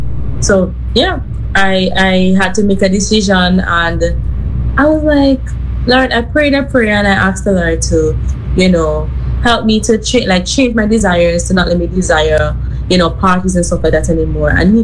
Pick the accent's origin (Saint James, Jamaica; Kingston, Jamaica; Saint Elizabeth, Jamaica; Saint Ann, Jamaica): Kingston, Jamaica; also born or lived in Mandeville, Manchester, Jamaica; I'm a Jamaican. I grew up in Jamaica. I was born and raised in Kingston, but in the latter part of my life, I spent it in the country. That's Mandeville, Manchester.